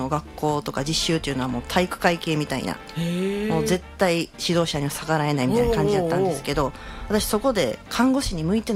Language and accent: Japanese; Osaka, Japan; also born or lived in Okinawa; いや、私は大阪です。